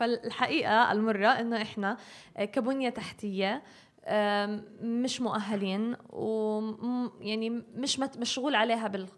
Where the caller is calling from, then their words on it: Palestine; كفلسطينيين عايشين برحمة ربنا